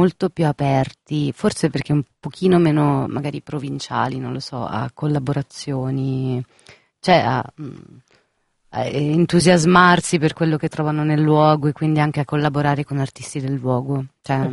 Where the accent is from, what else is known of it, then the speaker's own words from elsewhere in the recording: Tuscany, Italy; io sono toscana